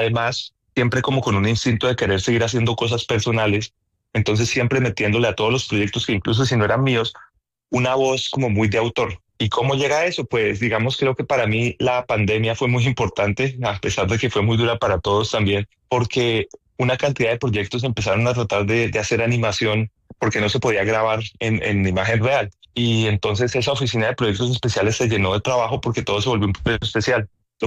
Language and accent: Spanish; Popayán, Cauca, Colombia; moved away as an adult; also born or lived in Bogotá; now in United States; yo empecé en Popayán, yo crecí en una finca en Popayán, pero mi papá era director regional del SENA.